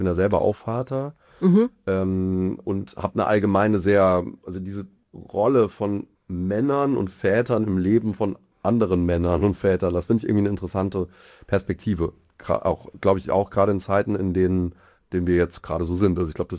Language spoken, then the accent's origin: German; Mainz, Rhineland-Palatinate, Germany; moved away as an adult; now in Mannheim, Germany